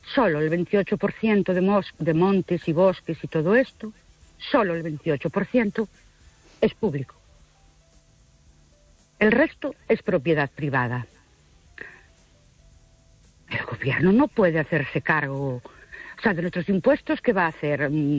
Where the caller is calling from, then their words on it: Ourense, Galicia, Spain; de Ourense.